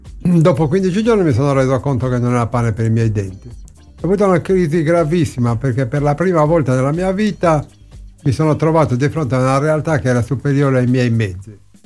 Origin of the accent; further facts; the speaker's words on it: Carbonia, Sardinia, Italy; No, l'ingegner Carta, per me che sono nato, sono nato a Carbonia nel 47, faccio parte della prima generazione dei carboniensi, DOC.